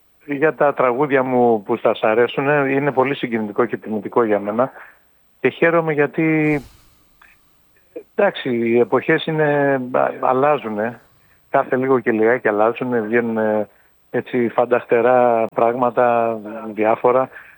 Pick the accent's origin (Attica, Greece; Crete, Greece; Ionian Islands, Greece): Ionian Islands, Greece; Εγώ είμαι από την Κεφαλονιά, ναι.